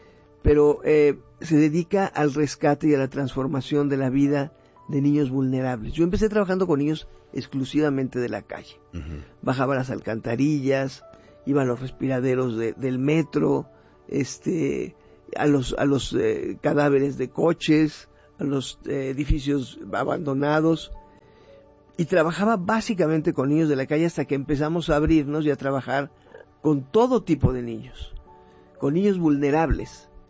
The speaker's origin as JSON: {"language": "Spanish", "country": "Mexico", "said": "Y me di cuenta cómo México, primero que nada, somos todos los mexicanos."}